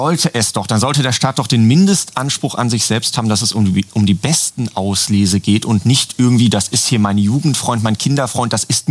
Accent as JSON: {"language": "German", "region": "North Rhine-Westphalia", "country": "Germany", "said": "Ich komme jetzt ja auch aus dem Ruhrgebiet."}